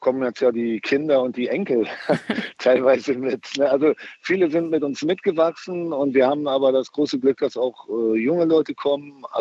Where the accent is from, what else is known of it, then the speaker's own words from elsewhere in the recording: East Germany, Germany; Ich komme ja auch aus der DDR